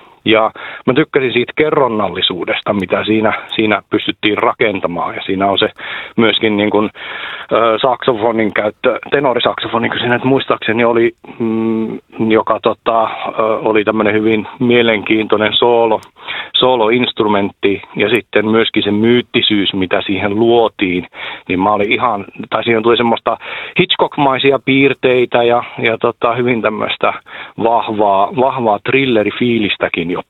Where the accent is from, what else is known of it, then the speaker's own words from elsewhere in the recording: Rovaniemi, Lapland, Finland; born there; now in Helsinki, Finland; olen itse Rovaniemeltä alun perin kotoisin